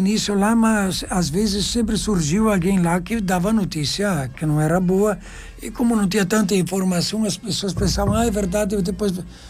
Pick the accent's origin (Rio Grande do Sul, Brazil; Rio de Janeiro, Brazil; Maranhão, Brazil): Rio Grande do Sul, Brazil; Soledade; born there; Eu sou bem gaúcho. Sou italiano, mas sou muito mais gaúcho do que italiano. Eu nasci em Soledade. E lá a gauchada traz as tradições do nosso Rio Grande.